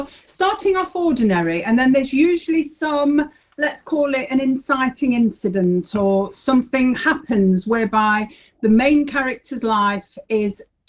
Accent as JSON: {"language": "English", "town": "Kirkby-in-Ashfield", "region": "East Midlands", "country": "United Kingdom", "tie": "born or raised there", "also_born_or_lived": "Nottingham", "said": "So, as you said, I grew up in Kirkby and Ashfield, went to school there at what was called Kirkby Centre then, but Kirkby College now. And then I went to college in Nottingham."}